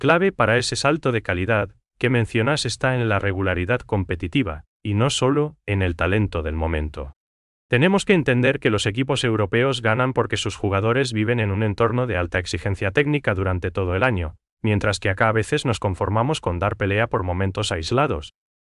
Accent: Paraguay

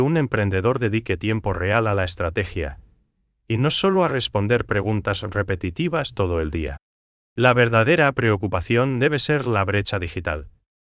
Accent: Paraguay; nosotros, como paraguayos

